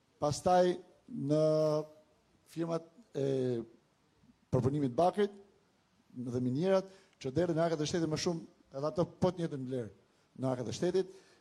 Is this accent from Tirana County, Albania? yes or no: no; Fushë-Arrëz, Shkodër County, Albania; jam nga Fusharzi, dhe më falë.